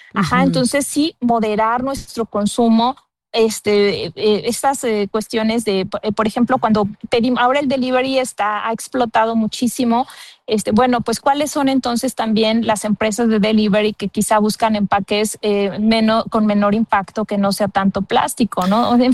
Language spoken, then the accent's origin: Spanish; Mexico; como mexicanos generamos alrededor de 60 kilogramos de plástico por persona al año.